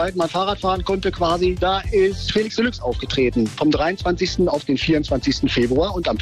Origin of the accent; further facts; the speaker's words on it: Lower Saxony, Germany; aufgewachsen in Niedersachsen.